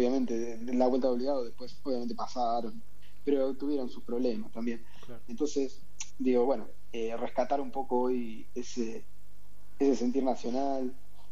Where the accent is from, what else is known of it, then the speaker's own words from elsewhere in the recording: Argentina; somos todos argentinos, somos todos hermanos